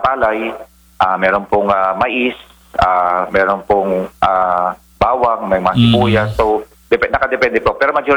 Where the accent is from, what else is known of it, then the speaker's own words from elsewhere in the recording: Ilocos Region, Philippines; dito sa amin sa Pangasinan.